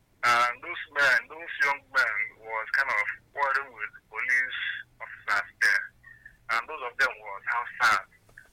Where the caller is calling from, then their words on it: Iwollo, Enugu State, Nigeria; I'm calling from Iwolo, Ezeagu.